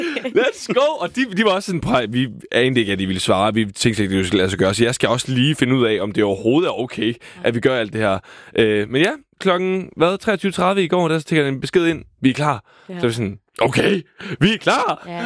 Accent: Aarhus, Central Denmark Region, Denmark; Jeg er selv født og opvokset i Aarhus

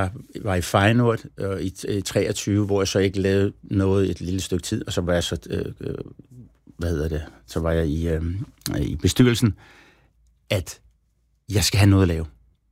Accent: Copenhagen, Capital Region of Denmark, Denmark; now in Netherlands; Fordi det er der, hvor jeg kommer fra.

